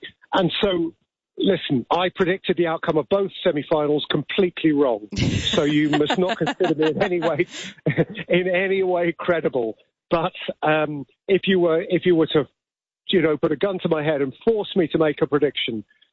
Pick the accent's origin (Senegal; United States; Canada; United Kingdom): United Kingdom; England; we are sometimes English